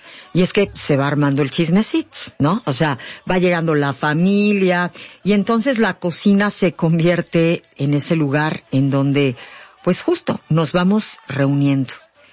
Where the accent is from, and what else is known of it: Mexico